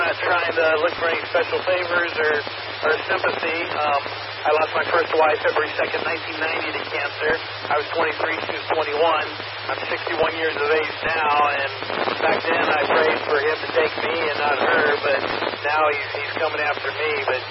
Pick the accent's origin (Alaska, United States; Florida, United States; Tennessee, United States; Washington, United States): Washington, United States; Seattle; now in Huffman, United States; One, I come from Seattle. I moved here almost 3 years ago now for my cancer treatment.